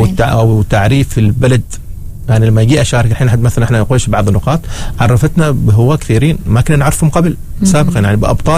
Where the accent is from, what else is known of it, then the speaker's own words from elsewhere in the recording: Oman; السباقات المحليه نحن عندنا في عمان